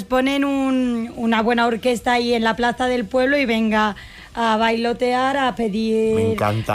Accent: Ambite, Community of Madrid, Spain; No, está aquí en Madrid. Ah. Mi pueblo es Ambite.

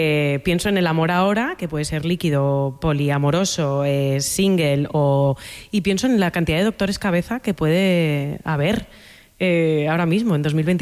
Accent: Valencian Community, Spain; Soy valenciana.

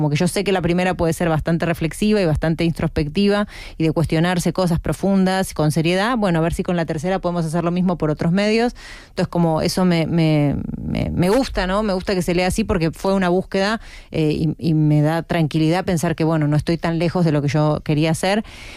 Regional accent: Madrid, Community of Madrid, Spain; hay muchos Madrid en Madrid, somos tan madrileñas como el resto de las madrileñas, y en Madrid también se habla como hablamos nosotras

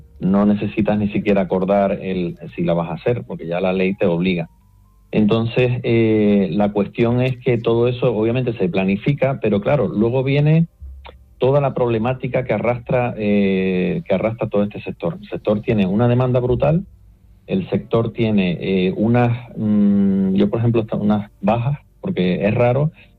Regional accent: Puerto de la Cruz, Canary Islands, Spain; Hoy en día obra nueva, aquí en el puerto, yo soy de Puerto de la Cruz y aquí en el puerto no hay ninguna grúa.

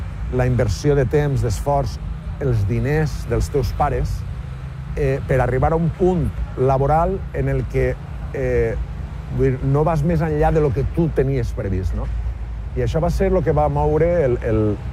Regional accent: Castelló, Valencian Community, Spain; La nostra terra és molt musical, en els nostres pobles, jo soc de Castelló, el meu germà major també és oboista

